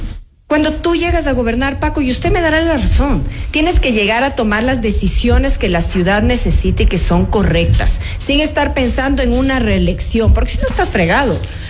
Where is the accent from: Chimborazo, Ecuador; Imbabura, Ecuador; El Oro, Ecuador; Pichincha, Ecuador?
Pichincha, Ecuador; Quito; El impuesto más alto que nosotros pagamos como quiteños es el impuesto a la ineficiencia.